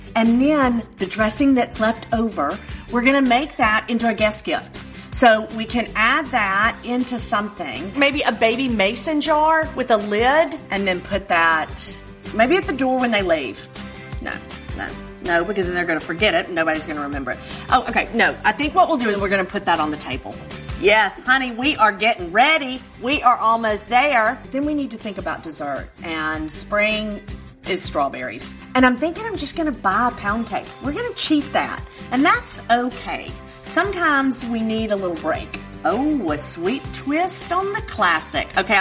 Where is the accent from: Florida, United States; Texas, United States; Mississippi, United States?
Mississippi, United States; Oxford; for an outdoor brunch in my hometown, Oxford, Mississippi.